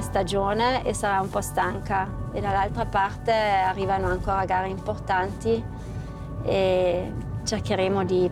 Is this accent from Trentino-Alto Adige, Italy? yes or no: yes; Merano, Trentino-Alto Adige, Italy; sono di Merano.